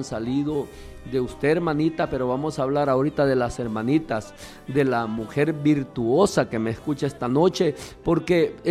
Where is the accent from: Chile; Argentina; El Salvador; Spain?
El Salvador